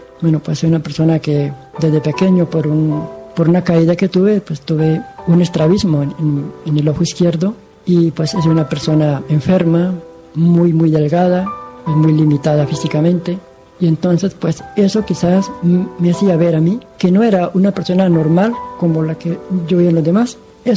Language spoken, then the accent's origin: Spanish; Cucutilla, Norte de Santander, Colombia; moved away as an adult; Tengo 35 años, soy colombiano, del norte de Santander. Viví en un pueblo muy pequeño llamado Cucutilla. Este pueblo queda en límites con Venezuela.